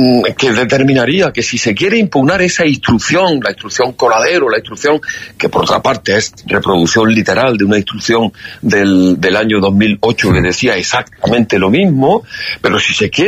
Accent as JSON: {"language": "Spanish", "country": "Spain", "said": "Estoy inscrito como español porque he hecho lo que me han pedido para ello, y si soy español tengo derecho de voto."}